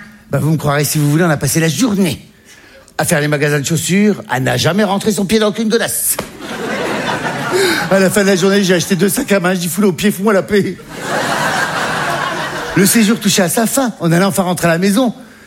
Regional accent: Hauts-de-France, France; là d'où je viens, c'est bien. Parce que moi, j'ai un petit village du Nord, là-haut, là. Tu sais, là où on fait des courses de tracteurs, là où on fait des concours à la bière

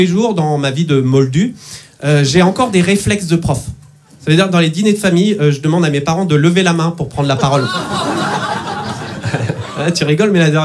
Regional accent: Nantes, Pays de la Loire, France; je suis nantais et dyslexique.

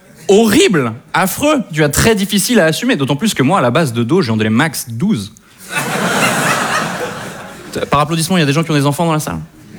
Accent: Switzerland; Et effectivement, je suis suisse. Ça surprend les Parisiens parfois quand j'explique que je suis suisse

